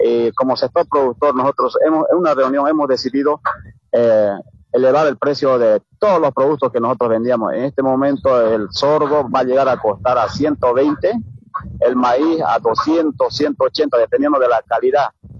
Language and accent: Spanish; Bolivia; no somos seres de otro lugar ni de otros países, somos de Bolivia mismo y del pueblo mismo